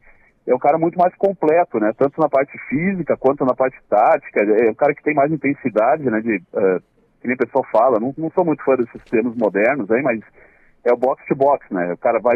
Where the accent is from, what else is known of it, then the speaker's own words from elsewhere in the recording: Rio Grande do Sul, Brazil; eu sou lá do Rio Grande do Sul e acompanhei de perto o surgimento do Alisson lá no Inter e tudo.